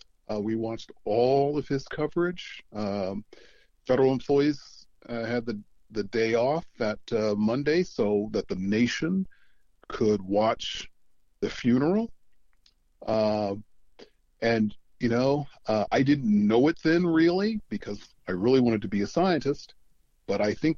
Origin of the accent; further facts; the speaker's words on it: Junction City, Kansas, United States; also born or lived in Chicago, United States / Okinawa, Japan; I'm a military kid. I am. A native of Chicago, but I did not grow up there. My dad was in the Army, so I did a lot of growing up on Okinawa, Japan. We had two tours there. I did a lot of growing up in Junction City, Fort Riley, Kansas.